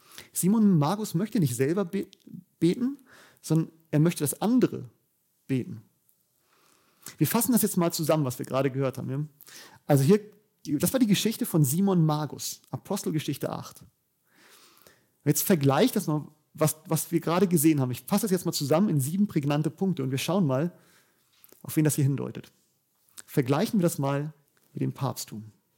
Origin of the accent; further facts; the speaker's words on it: Bavaria, Germany; In dem Dorf, wo ich gerade wohne, ich komme aus Bayern